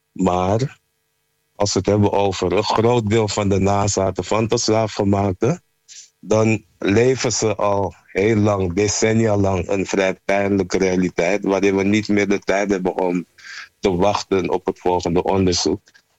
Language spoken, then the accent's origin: Dutch; Amsterdam, North Holland, Netherlands; born there; Ik ben zelf van Surinaamse afkomst, in Amsterdam geboren.